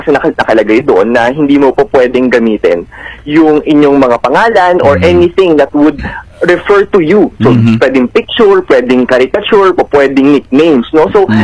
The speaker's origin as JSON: {"language": "Tagalog", "region": "National Capital Region", "country": "Philippines", "said": "I'm taga NCR po ako."}